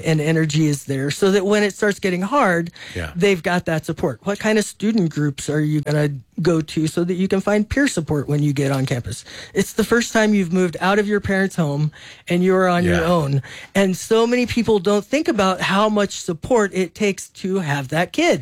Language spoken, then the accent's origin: English; Lubbock, Texas, United States; moved away as an adult; now in New Mexico, United States; I grew up in Lubbock